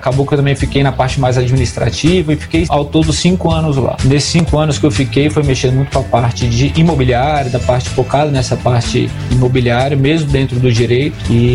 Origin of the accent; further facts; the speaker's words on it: Brasília, Federal District, Brazil; Bom, eu sou nascido e criado aqui. Fui criado na Asa Sul, na 306 Sul, então convivi muito ali no plano W3.